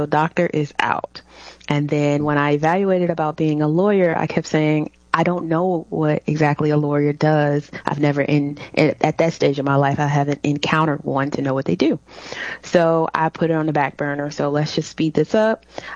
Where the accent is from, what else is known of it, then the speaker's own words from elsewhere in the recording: Alabama, United States; So I am from Alabama, the tri-area, so where Alabama, Mississippi, and Tennessee meets.